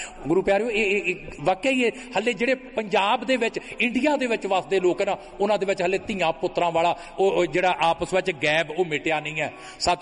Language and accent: Punjabi; Punjab, India; born or raised there